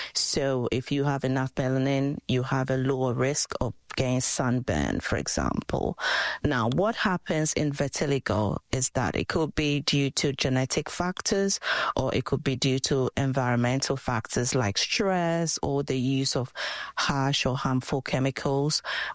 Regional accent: Ghana; I grew up in Ghana, West Africa, so it was really very obvious and very evident, the contrast between the parts that had the vitiligo affected and the parts that were normal.

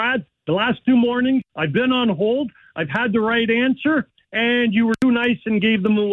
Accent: Toronto, Ontario, Canada; now in Mississauga, Canada; But I'm 67 years old. I grew up in the shadows of CNE Stadium goalposts in Toronto.

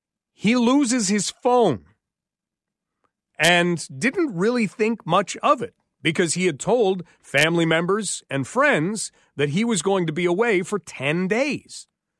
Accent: Hawkesbury, Ontario, Canada; also born or lived in London; I was born in London but moved to Hawkesbury when I was young and grew up there for a little while.

